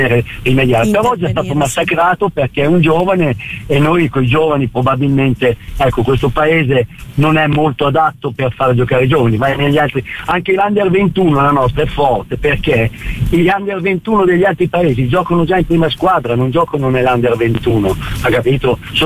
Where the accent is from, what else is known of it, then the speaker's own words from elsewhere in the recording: Emilia-Romagna, Italy; io sono emiliano